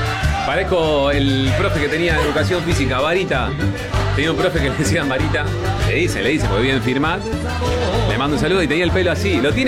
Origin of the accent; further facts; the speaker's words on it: Rosario, Santa Fe, Argentina; soy de Rosario.